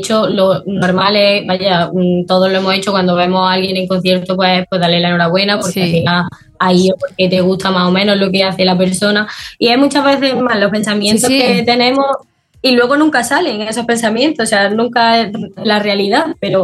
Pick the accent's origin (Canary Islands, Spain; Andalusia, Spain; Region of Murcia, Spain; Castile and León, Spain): Andalusia, Spain; Granada; Encima aquí de mi tierra, pues bueno, ojalá me escucharan en algún momento